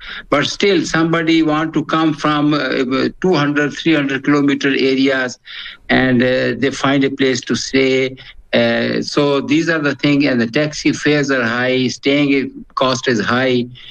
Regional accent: Pakistan; now in South Africa; because I'm from Pakistan.

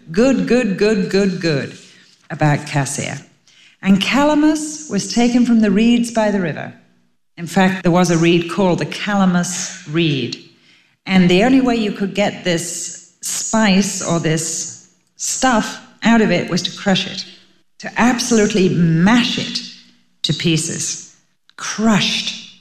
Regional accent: England, United Kingdom; being English

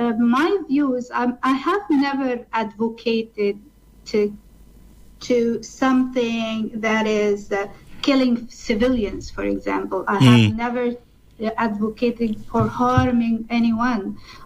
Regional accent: Canada; I will not give up my rights, my freedom as a Canadian woman, as an engineer

